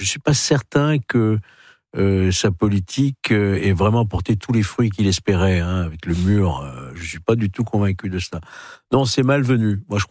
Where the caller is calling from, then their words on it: France; chez nous en France